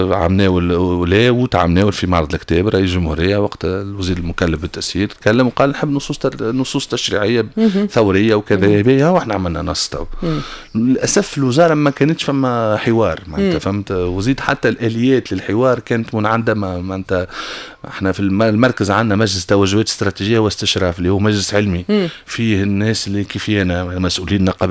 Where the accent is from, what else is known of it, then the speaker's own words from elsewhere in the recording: Tunisia; انا تونسي ونحب البلاد هذيا